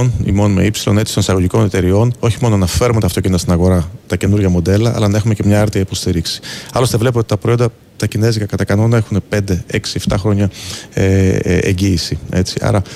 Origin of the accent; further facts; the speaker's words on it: Greece; εμείς σαν Έλληνες ή στελέχοι που έχουν μεγαλώσει στην Ελλάδα.